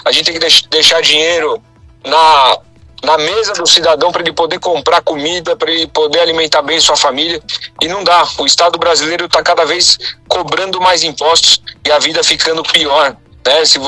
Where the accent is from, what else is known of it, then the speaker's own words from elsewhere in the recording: Guarulhos, São Paulo, Brazil; also born or lived in Penha, São Paulo; pai mudou de cidade e foi para Guarulhos, né? Saiu de São Paulo, da Penha, onde eu nasci, na Penha, zona leste de São Paulo. Aí a gente foi para Guarulhos, onde eu me criei